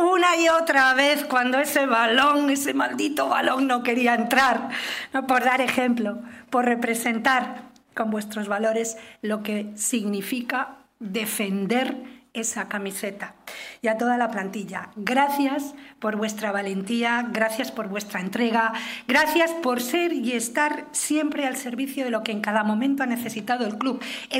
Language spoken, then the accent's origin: Spanish; Cantabria, Spain; Sin complejos, con mucha humildad, como somos nosotros los cántabros, pero sin complejos